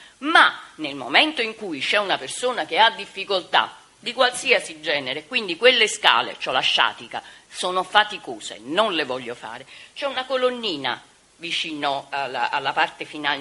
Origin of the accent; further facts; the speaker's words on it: Campania, Italy; sono della Campania e sono un architetto.